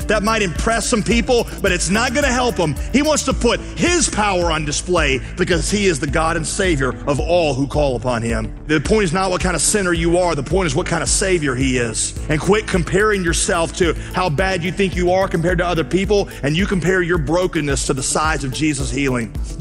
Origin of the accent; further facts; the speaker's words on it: Pittsburgh, Pennsylvania, United States; Well, it all began back in Pennsylvania. I grew up in Pittsburgh.